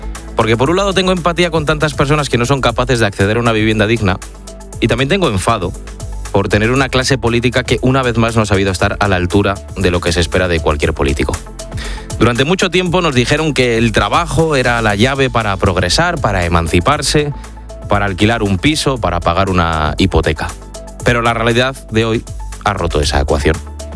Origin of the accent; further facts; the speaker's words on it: Spain; yo como tantos españoles no me chupo el dedo.